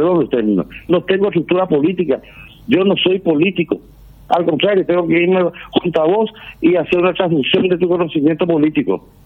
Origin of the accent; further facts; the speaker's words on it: Paraguay; sino soy el cirujano paraguayo que representa a su país, a su patria.